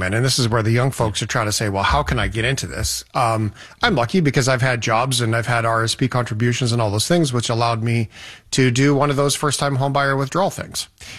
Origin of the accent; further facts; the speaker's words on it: Alberta, Canada; I'm from Alberta, where there isn't land transfer tax.